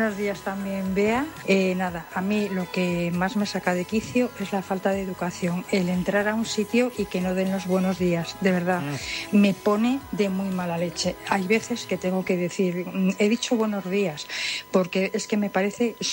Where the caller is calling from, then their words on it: Santander, Cantabria, Spain; de Santander